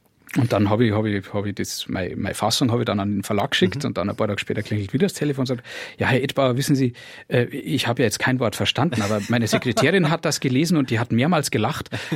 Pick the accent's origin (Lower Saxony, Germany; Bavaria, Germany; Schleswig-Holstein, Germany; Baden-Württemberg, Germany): Bavaria, Germany; accent: Bavarian; da habe ich gemerkt, wie unangenehm mir das war, wenn man mich als Bayern geoutet hat.